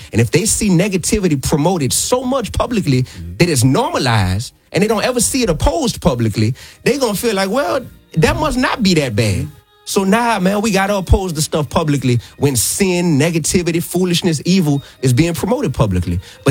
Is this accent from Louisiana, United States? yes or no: yes; New Orleans, Louisiana, United States; I'm still from New Orleans. I still came up in a space to where it's like, boy, you'll get your dome knocked off by a dude that look like Steve Urkel on the circus.